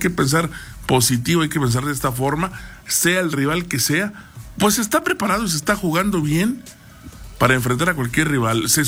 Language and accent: Spanish; Mexico